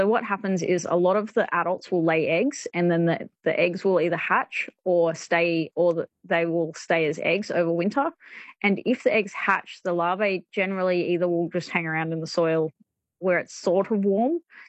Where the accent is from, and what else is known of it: Sydney, New South Wales, Australia